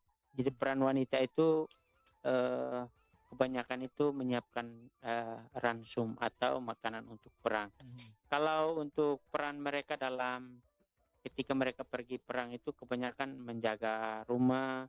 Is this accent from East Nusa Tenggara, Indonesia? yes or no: yes; East Nusa Tenggara, Indonesia; Ya, ada satu istilah kami orang Atoni itu bahwa obat musuhnya itu dia anti perempuan.